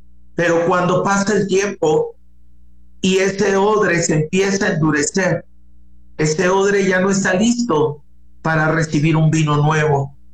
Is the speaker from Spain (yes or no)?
no; Mexico; en mi tierra mexicana